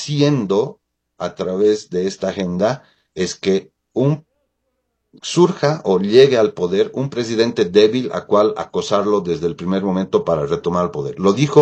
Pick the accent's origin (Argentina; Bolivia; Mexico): Bolivia; La crisis constante en mi país es normal